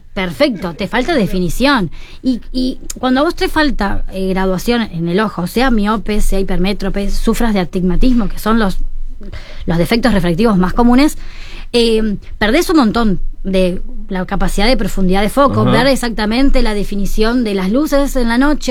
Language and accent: Spanish; Argentina; now in Uruguay; Yo soy argentina